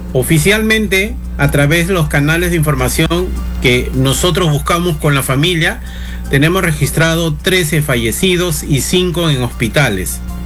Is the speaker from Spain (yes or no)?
no; Peru; no solo somos peruanos